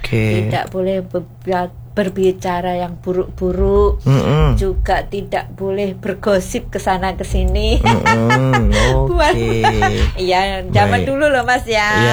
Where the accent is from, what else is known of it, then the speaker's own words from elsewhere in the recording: Pacitan, East Java, Indonesia; born there; di kota tempat saya tuh rame